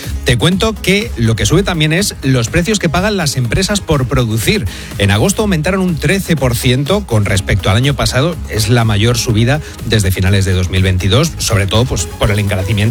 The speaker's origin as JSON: {"language": "Spanish", "country": "Spain", "said": "somos los españoles"}